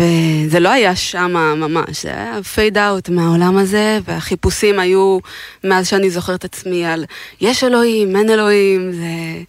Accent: Shoham, Central District, Israel; יש נגיד בשואם איפה שגדלתי

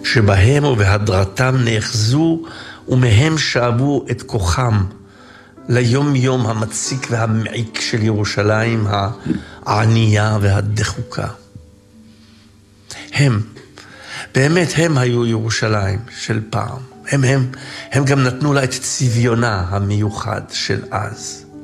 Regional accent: Jerusalem, Jerusalem District, Israel; אני זוכר סוכות בירושלים, בשכונה שבה נולדתי. היינו ממהרים מן ההבדלה של מוצאי יום הכיפורים לביתנו אשר בבית הכרם.

